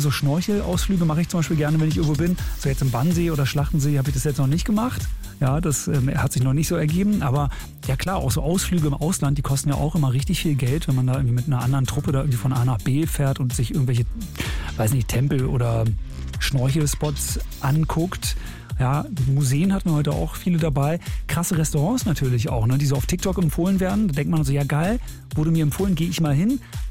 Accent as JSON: {"language": "German", "region": "Berlin", "country": "Germany", "tie": "born or raised there", "said": "Ich bin auch gebürtiger Berliner."}